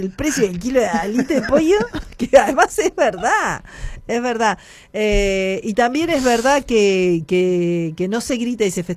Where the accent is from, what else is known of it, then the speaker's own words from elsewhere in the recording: Argentina; No somos Suiza, claramente, somos